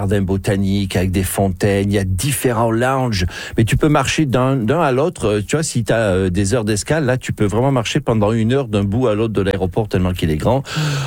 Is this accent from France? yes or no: yes; France; moved away; je peux le dire en tant que Français d'origine